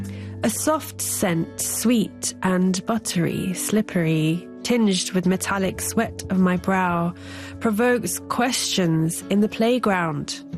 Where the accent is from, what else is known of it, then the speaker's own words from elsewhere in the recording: India; It's a poem about a ritual that I had as a child, that was part of my identity as an Indian, that I actively kind of, as I grew up, was teased about it, and I actively erased it from my life.